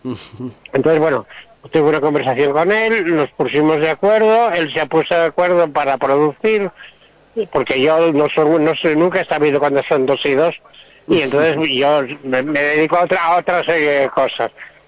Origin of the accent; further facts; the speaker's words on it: San Sebastián, Basque Country, Spain; now in Torrelodones, Spain; me pasa a mí lo mismo siendo de San Sebastián